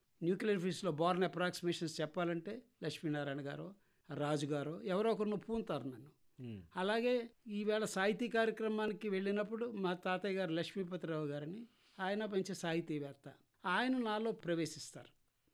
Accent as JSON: {"language": "Telugu", "region": "Andhra Pradesh", "country": "India", "tie": "born there", "said": "September 18, 1953 నేను పుట్టాను. మాది గ్రామీణ ప్రాంతం, గోదావరికి వరదలు వచ్చినాయట."}